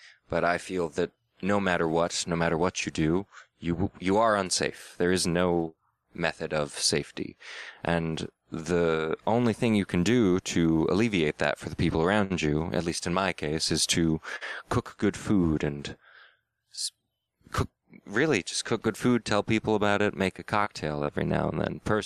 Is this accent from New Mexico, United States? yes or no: no; San Marcos, California, United States; Where I grew up in San Marcos, California